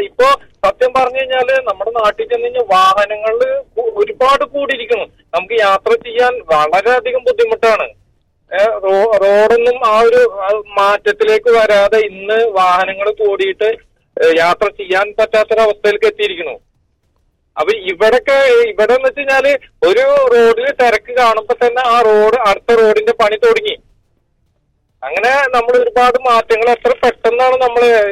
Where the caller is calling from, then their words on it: Dubai, United Arab Emirates; ഞാൻ ദുബായിൽ നിന്നാണ്.